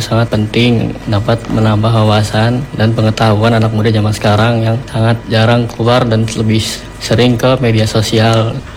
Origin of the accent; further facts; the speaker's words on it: Pleret, Special Region of Yogyakarta, Indonesia; dari Pleret.